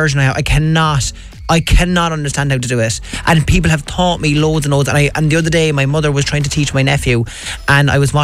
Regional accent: Cork, Munster, Ireland; I'm from Douglas.

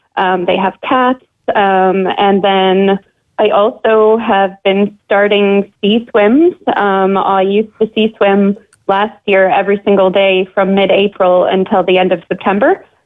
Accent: Canada; now in Ireland; I'm originally from Canada and it's a lot colder there.

